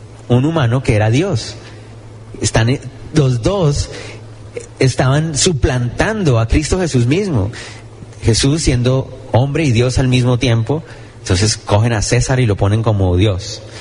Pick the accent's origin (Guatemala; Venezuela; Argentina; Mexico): Guatemala; born there; Yo nací en Guatemala y amo un país también, amo Colombia también, más también.